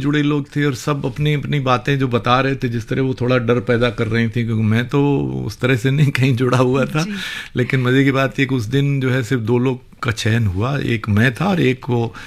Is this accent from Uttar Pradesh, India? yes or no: yes; Kanpur, Uttar Pradesh, India; born there; जब घर में रेडियो आया, कानपुर में